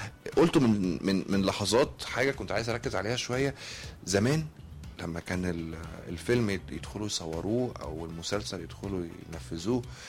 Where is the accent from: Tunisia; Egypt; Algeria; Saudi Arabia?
Egypt